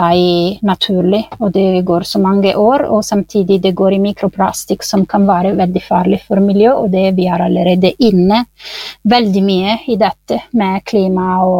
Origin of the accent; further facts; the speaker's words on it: Italy; Norwegian is a second language; now in Norway; Jeg begynte sånn når jeg kommer fra Italia så jeg begynte sånn med mine venninner og så beholdet den tradisjonen her med mine nye venninner her I Norge